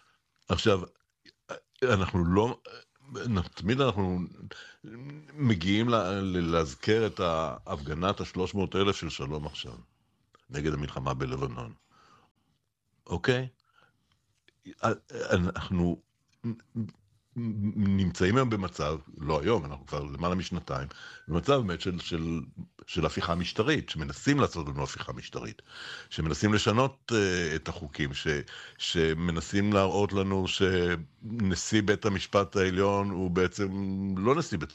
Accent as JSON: {"language": "Hebrew", "town": "Tel Aviv", "region": "Tel Aviv District", "country": "Israel", "moved": "as an adult", "lives_now": "Herzliya, Israel", "said": "אני התרחקתי מתל אביב, אני גר בהרצליה"}